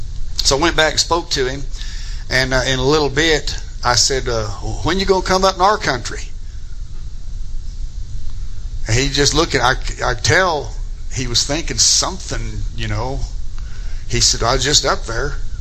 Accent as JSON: {"language": "English", "country": "United States", "tie": "born there"}